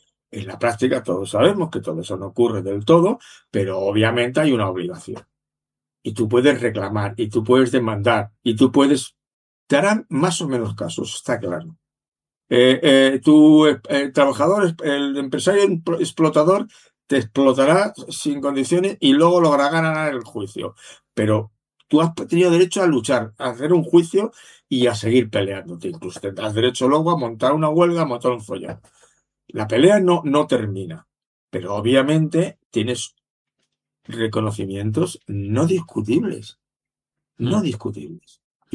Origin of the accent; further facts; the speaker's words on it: Madrid, Community of Madrid, Spain; los que no tenemos ninguna nacionalidad, pues somos de Madrid